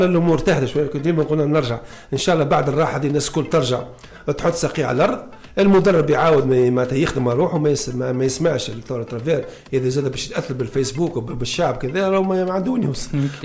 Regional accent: Tunisia; احنا كشعب تونسي

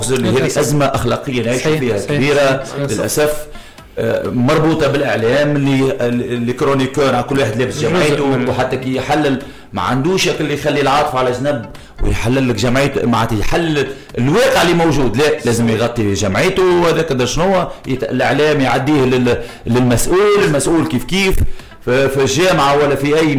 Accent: Tunisia

